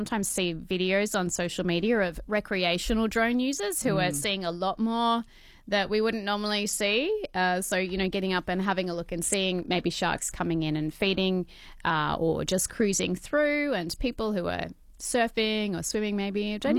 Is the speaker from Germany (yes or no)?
no; New South Wales, Australia; now in Queensland, Australia; I grew up in New South Wales